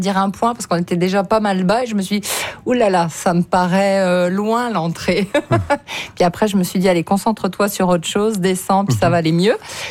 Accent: Quebec, Canada; chez nous, au Bas-Saint-Laurent

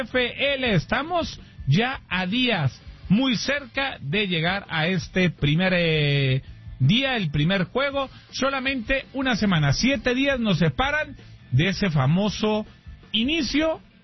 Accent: Mexico; A usted le gusta, somos mexicanos, sí.

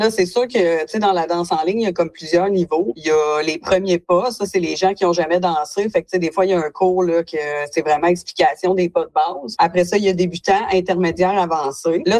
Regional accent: Val-d'Or, Quebec, Canada; moved away as an adult; now in Abitibi-Ouest, Canada; Moi, dans le fond, je viens de Val-d'Or, puis je suis arrivée en Abitibi-Ouest il y a quelques années

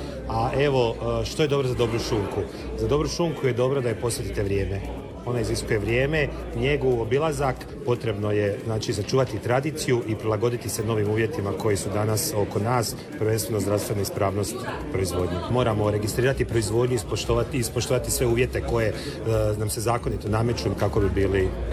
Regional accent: Piškorevci, Osijek-Baranja County, Croatia; ja sam iz Piškorevaca, ali sam mikanovački zet

